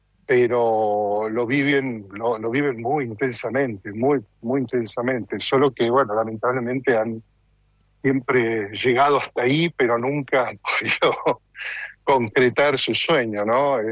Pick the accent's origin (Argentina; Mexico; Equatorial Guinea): Argentina; also born or lived in Italy; now in Netherlands; yo soy argentino y pero también me siento italiano por mi descendencia. He vivido muchos años en Italia antes de mudarme acá a Países Bajos